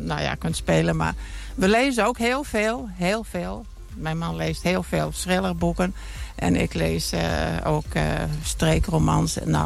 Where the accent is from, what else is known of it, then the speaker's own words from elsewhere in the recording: Stiens, Friesland, Netherlands; Ik kom uit Stiens.